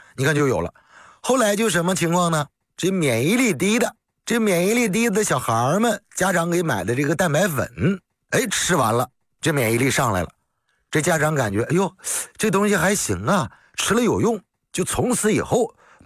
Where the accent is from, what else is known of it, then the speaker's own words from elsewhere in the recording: China; 我们中国人多呀，这中国人多，市场体量大，就多了。